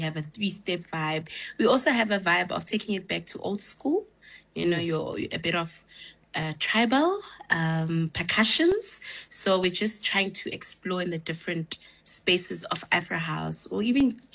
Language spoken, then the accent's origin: English; Pretoria, Gauteng, South Africa; Coming from Pretoria, I was born and bred in Pretoria, right?